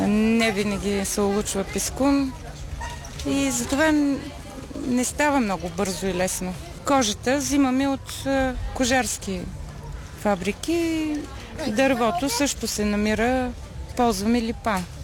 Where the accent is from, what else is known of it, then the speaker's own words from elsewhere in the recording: Plovdiv, Plovdiv Province, Bulgaria; От Пловдив съм … изработваме музикални сувенири